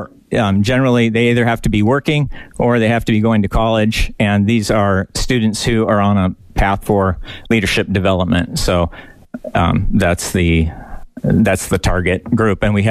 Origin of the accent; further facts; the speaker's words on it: Fairbanks, Alaska, United States; also born or lived in Nome, Alaska; I was born in Nome, Alaska, and I lived most of my life in Fairbanks, and we were reaching out to connect, because I grew up in rural Alaska